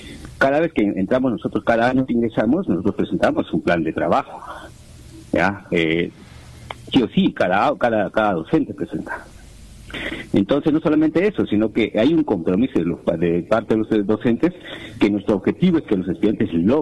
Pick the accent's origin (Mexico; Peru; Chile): Peru; Moquegua; y los colegas que somos de acá de Moquegua.